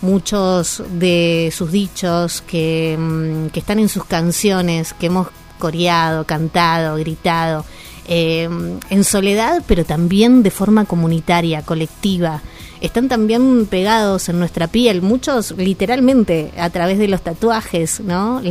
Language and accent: Spanish; Ramos Mejía, Buenos Aires Province, Argentina; yo nací, ustedes saben, en Buenos Aires, en Ramos Mejía, nací en La Matanza.